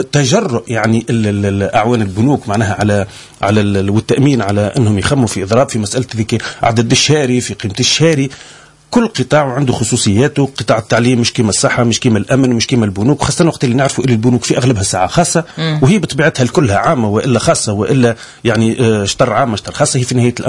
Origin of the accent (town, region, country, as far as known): Tunisia